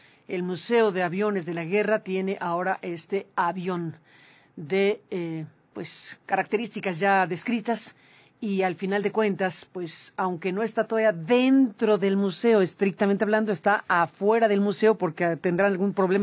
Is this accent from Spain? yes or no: no; Mexico; como mexicanos y mexicanas